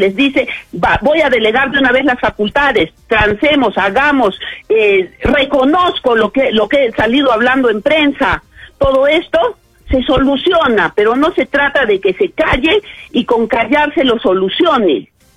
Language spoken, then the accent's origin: Spanish; Arequipa, Peru; nosotros somos arequipeños